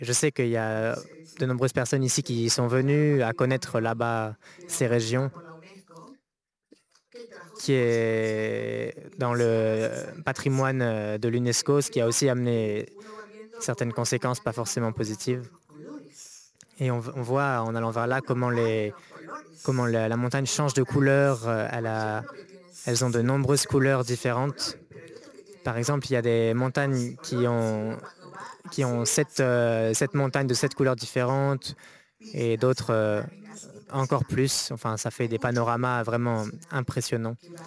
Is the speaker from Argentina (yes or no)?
yes; Argentina; Je viens d'Argentine, je suis une femme indigène du peuple Koya.